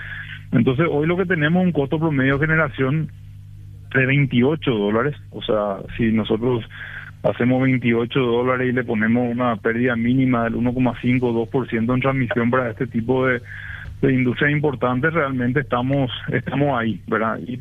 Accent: Paraguay; nosotros como paraguayos

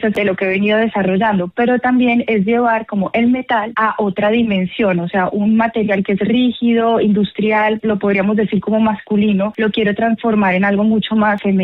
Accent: Bogotá, Bogotá Capital District, Colombia; La primera vez que expongo en Cali, yo soy de Bogotá, es la primera vez que vengo acá.

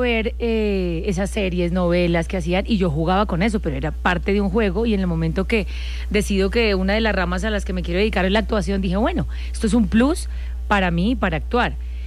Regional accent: El Salvador; now in Colombia; yo no vivía en Colombia, yo me crié en El Salvador. Entonces siempre tenía que hablar en mi casa colombiano

